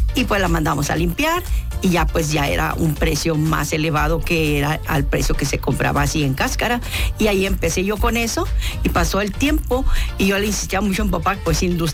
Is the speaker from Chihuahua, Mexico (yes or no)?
yes; Rosales, Chihuahua, Mexico; yo soy de Rosales, Chihuahua, y tenemos unas nogaleras